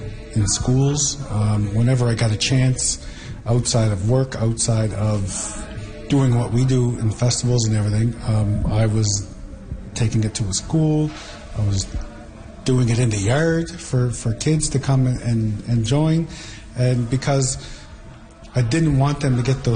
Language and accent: English; Membertou, Nova Scotia, Canada; Growing up in Member Two, we always knew that we were Mi'kmaq. We always knew that we were Native.